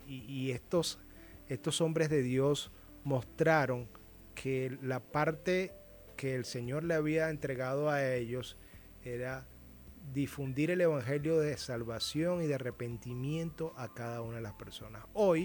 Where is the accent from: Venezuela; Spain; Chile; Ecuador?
Venezuela; nosotros, como venezolanos, hombres de fe, cristianos